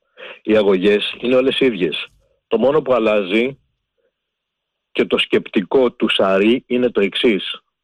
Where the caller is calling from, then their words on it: Nikaia, Attica, Greece; από την Κοκκινιά.